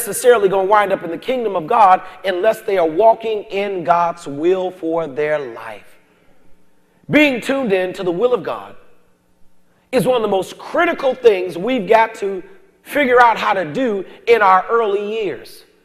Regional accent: Springfield, Massachusetts, United States; well, you remember, I came from Springfield, Massachusetts. And if you want to know what Springfield, Massachusetts was like, close your eyes, tell me what you see. So to come from there to here is fabulous.

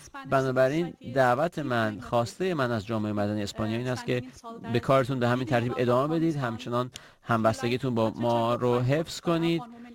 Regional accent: Afghanistan; از افغانستان هستم.

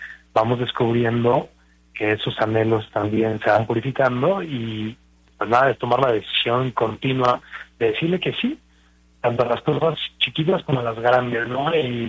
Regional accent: Guadalajara, Jalisco, Mexico; Pues mira, yo soy de Guadalajara, tengo 36 años, soy el más grande de 6 hijos.

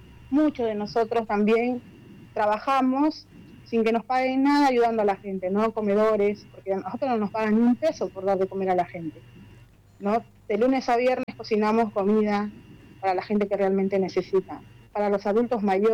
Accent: Peru; moved away as an adult; now in Buenos Aires, Argentina; soy de la comunidad peruana, migrante acá en Argentina hace más de 15 años. Mis hijos son nacidos acá.

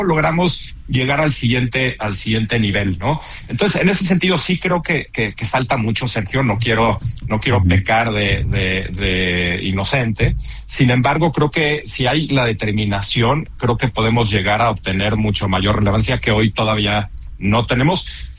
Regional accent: Mexico; yo que vivo en México

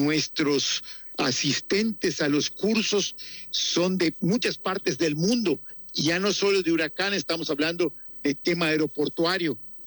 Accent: Yucatán, Mexico; Pues mira, yo soy yucateco, vivo en Yucatán, me gusta Yucatán, trabajo por Yucatán

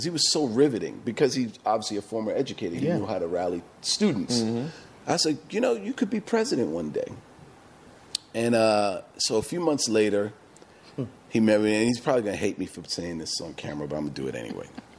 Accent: New York City, New York, United States; also born or lived in Mount Vernon, New York; I'm born and raised in New York and in the Bronx.

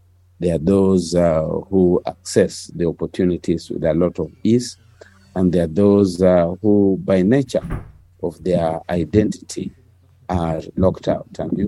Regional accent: Kenya; First, because as a Kenyan people, we are increasingly becoming violent. Violence seems to be our default character as Kenyans.

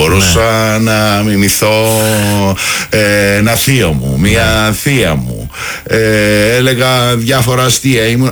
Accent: Korydallos, Attica, Greece; στον Κορυδαλό μεγάλωσα.

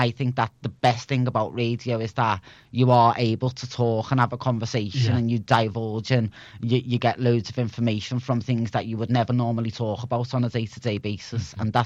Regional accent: Liverpool, North West England, United Kingdom; also born or lived in China

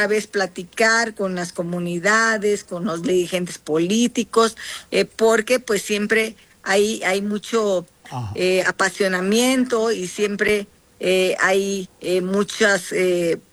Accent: Mexico; dado que yo soy emanada o soy del pueblo afromexicano, soy costeña

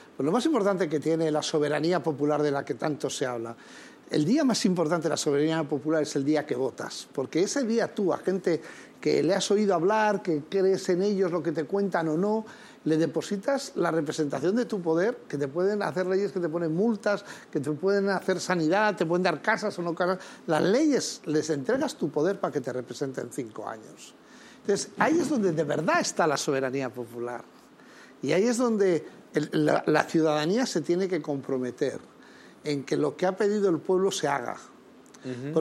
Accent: San Sebastián, Basque Country, Spain; now in Lima, Peru; San Sebastián, vasco.

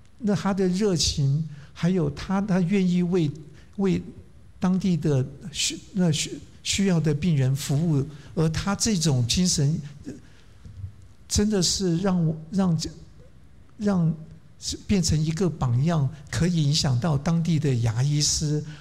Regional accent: Taiwan; moved away

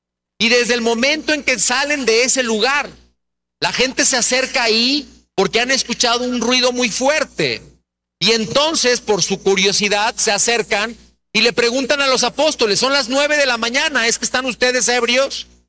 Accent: Mexico; allá en mi país, en México, y especialmente en mi zona

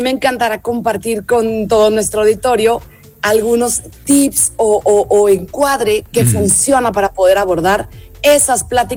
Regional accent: Saltillo, Coahuila, Mexico; moved away as an adult; now in León, Mexico; yo soy una mujer saltillense que vive en el Bajío desde hace 27 años. Siempre digo que soy la norteña más leonesa

